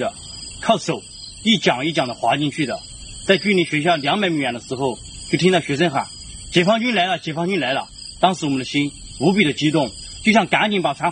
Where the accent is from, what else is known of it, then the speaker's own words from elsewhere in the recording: Sichuan, China; moved away; 回想起08年地震的时候，我老家是四川的，也接受到了解放军的救援